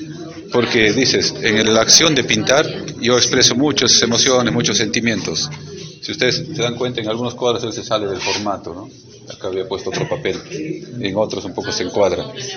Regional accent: Peru; nosotros como peruanos

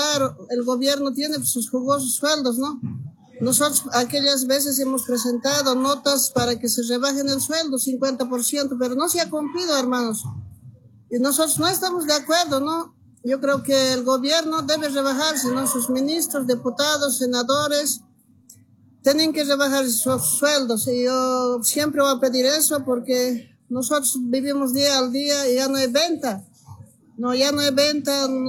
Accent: El Alto, La Paz, Bolivia; Nosotros somos de la Ciudad del Alto

